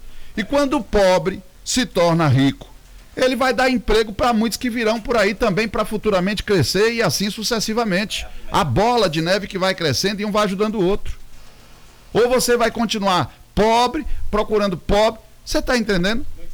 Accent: Bahia, Brazil; eu sou baiano e nordestino

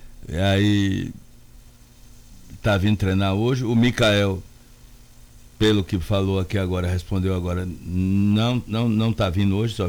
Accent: Bahia, Brazil; Sou Bahia também. Bahia. Eu não vou torcer contra a minha terra.

